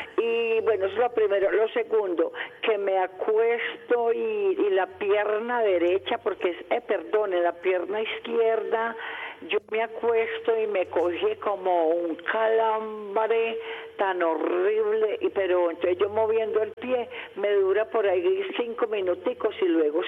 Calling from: Medellín, Antioquia, Colombia; De por acá, de la Biblioteca de San Javier.

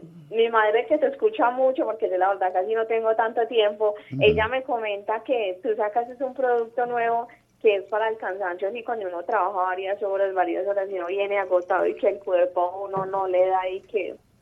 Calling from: Rionegro, Antioquia, Colombia; Desde Río Negro.

